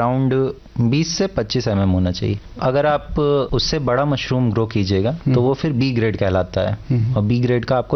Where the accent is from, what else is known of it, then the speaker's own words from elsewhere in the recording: Ranchi, Jharkhand, India; और मैं रांची झारखंड का ही रहने वाला हूँ।